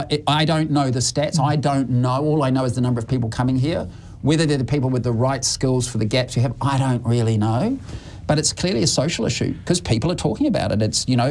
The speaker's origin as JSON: {"language": "English", "country": "New Zealand", "lives_now": "Australia", "said": "How can we sit here in Australia and, you know, I'm a New Zealander, as you know, and say our countries are built on migrants?"}